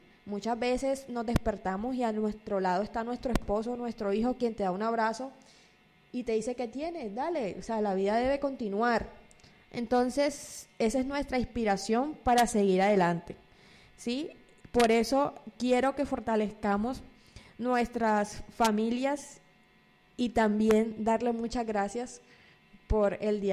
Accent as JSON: {"language": "Spanish", "town": "San Pedro de Urabá", "region": "Antioquia", "country": "Colombia", "accent": "costeña", "said": "yo soy orgullosamente sanpedreña, pero es que San Pedro es Antioquia. Y yo, sí, somos antioqueños, pero tenemos un poquito de costa, estamos multiculturalizados, entonces es un honor para mí tener esas raíces"}